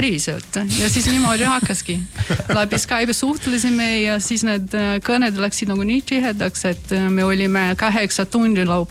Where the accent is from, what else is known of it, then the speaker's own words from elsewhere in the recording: São Paulo, Brazil; Estonian is a second language; now in Estonia; No mina olen maalt ka, et ma olen São Paulo pärit, aga ma olen sundunud maal, mitte päris São Paulo see suures liines.